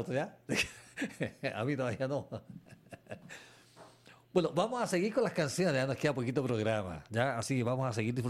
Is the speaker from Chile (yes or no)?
yes; Chile